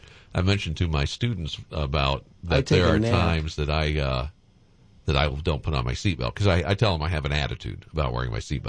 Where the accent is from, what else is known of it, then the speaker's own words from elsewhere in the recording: Indiana, United States; I grew up in Indiana where we didn't do that anyway.